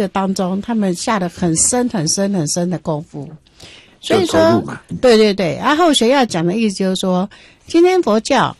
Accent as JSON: {"language": "Chinese", "country": "China", "said": "其实中文基本上我们中国人本身要弄听懂中文就很困难。"}